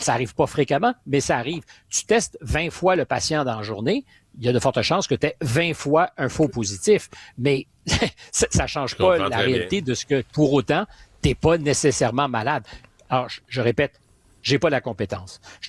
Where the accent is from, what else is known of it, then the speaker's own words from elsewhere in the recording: Quebec, Canada; now in France; chez nous au Québec